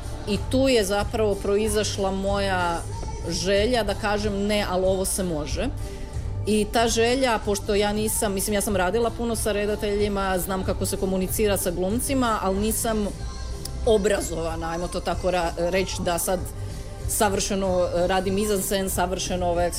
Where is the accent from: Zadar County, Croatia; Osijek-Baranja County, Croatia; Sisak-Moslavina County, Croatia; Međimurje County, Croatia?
Sisak-Moslavina County, Croatia; Kutina; ja sam iz Kutine, ja sam ono dijete iz zajedničke klase iz Kutine